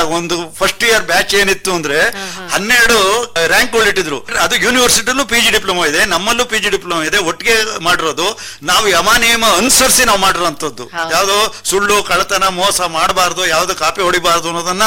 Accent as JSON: {"language": "Kannada", "region": "South India", "country": "India", "said": "ನಾವು ಕರ್ನಾಟಕದಲ್ಲಿ ನಾವಿರೋದು, ಈಗ ನಾವಿರೋದೆಲ್ಲ ಸೌತ್ ಇಂಡಿಯಾದವರು"}